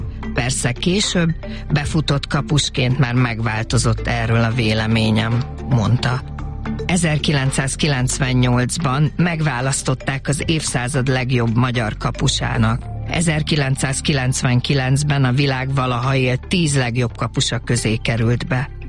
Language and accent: Hungarian; Hungary; Mindig azt mondta nekem, legyek büszke arra, hogy magyar vagyok, és én nagyon büszke vagyok a magyarságomra.